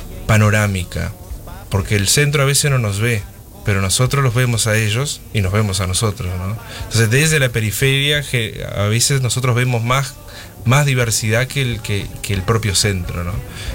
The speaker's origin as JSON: {"language": "Spanish", "region": "Uruguay–Brazil border area", "country": "Uruguay", "tie": "born there", "also_born_or_lived": "Minas de Corrales", "lives_now": "Rivera, Uruguay", "said": "Entonces yo crecí con la cultura que me llegaba de la televisión brasilera. Yo cuando jugaba en portuñol y en portugués, ¿no? Claro. Entonces después cuando vine a Rivera, o cuando fui en mi adolescencia a Corrales"}